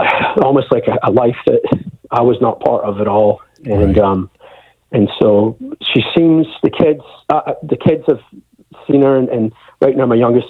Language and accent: English; Scotland, United Kingdom; And I'm originally from Scotland, and I'm going to go visit family in Scotland just to kind of reconnect with my family.